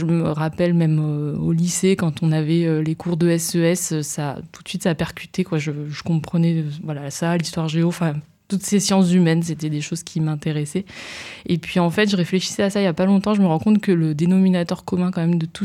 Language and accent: French; Grenoble, Auvergne-Rhône-Alpes, France; now in Valence, France; Alors non, je suis grenobloise, mais je suis née à Grenoble, mais finalement... J'ai atterri dans la Drôme.